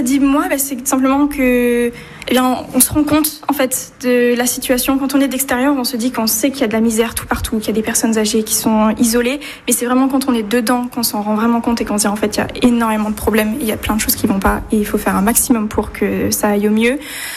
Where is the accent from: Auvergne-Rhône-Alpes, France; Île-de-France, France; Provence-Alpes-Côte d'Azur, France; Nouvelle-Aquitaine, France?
Nouvelle-Aquitaine, France; j'ai 20 ans et je viens de Gironde. Je suis née à Bruges et j'ai grandi toute ma vie en Gironde.